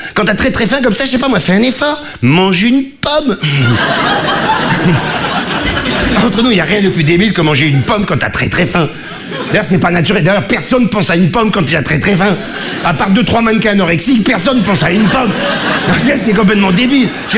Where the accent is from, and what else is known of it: Marseille, Provence-Alpes-Côte d'Azur, France; now in Paris, France